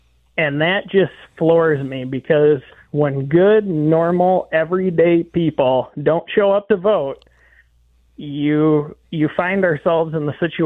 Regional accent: Dixon, Illinois, United States; Ronald Reagan from my hometown

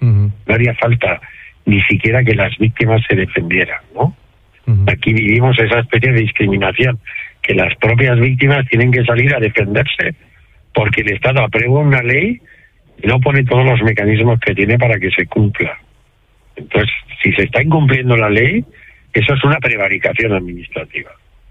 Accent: Navarre, Spain; born there; Y porque cuando yo nací en Navarra, iba los veranos a Pereje

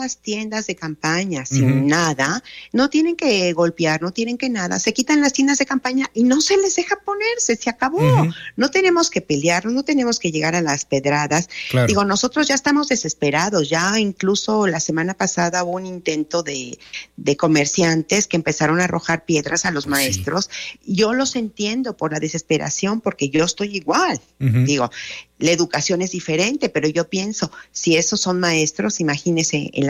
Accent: Mexico; Y me siento como mexicana tan impotente.

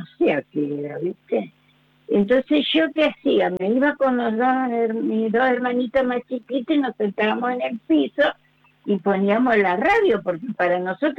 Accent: Chaco, Argentina; Yo soy chaqueña.

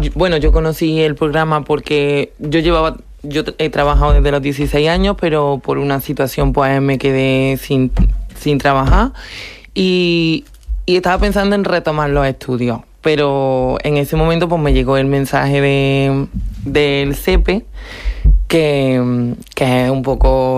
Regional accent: Córdoba, Andalusia, Spain; 22 añitos. Soy de aquí de Córdoba

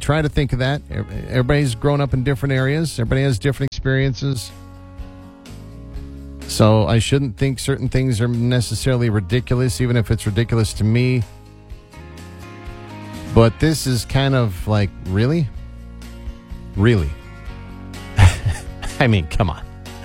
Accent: California, United States; I think that's a growing up in SoCal thing where, for the most part, it was just kind of ride out the earthquake.

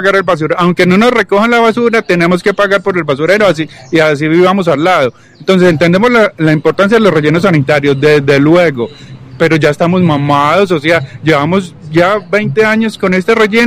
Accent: Montenegro, Quindío, Colombia; soy campesino de Montenegro, de la vereda San José. Llevo 40 años viviendo en la vereda, trabajando y cultivando la tierra.

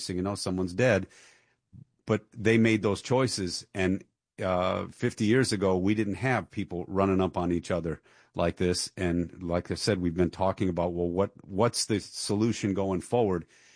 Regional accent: Detroit, Michigan, United States; I grew up in Detroit.

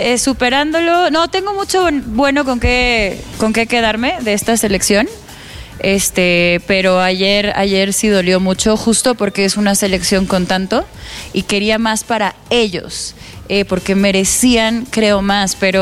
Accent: Jalisco, Mexico; Soy de Jalisco, es el tequilita, güey.

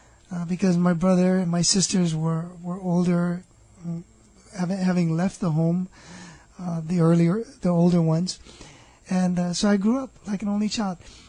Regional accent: Maunalua, Hawaii, United States; Well, I grew up here in Hawaii, in a nice little area called Mauna Lua.

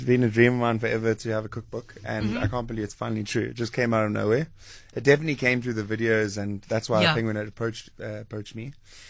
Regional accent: Durban, KwaZulu-Natal, South Africa; which is I'm from Durban.

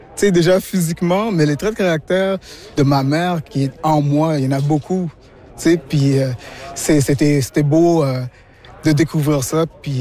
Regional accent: Quebec, Canada; puisque je suis Québécois d'origine haïtienne

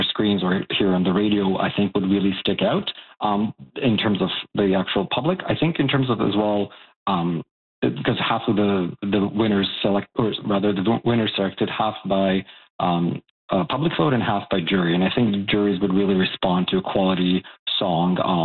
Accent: Bosnia & Herzegovina; now in Canada; So I was born and raised in Bosnia and Herzegovina.

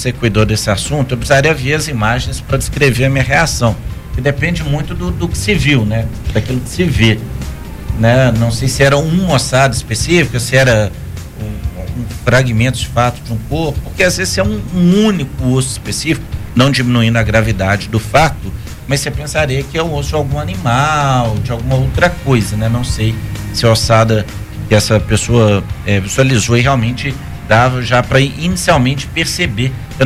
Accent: Ouro Preto, Minas Gerais, Brazil; Eu sou de Ouro Preto e isso não me assusta.

